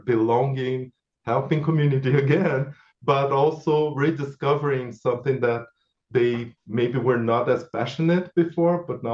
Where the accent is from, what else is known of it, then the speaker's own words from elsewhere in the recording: Brazil; And sometimes I came from Brazil. I remember a community that was very proud of having runners coming from that.